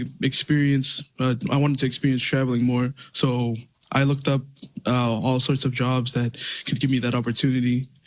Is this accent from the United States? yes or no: no; Havelu, Tongatapu, Tonga; I come from Havelu.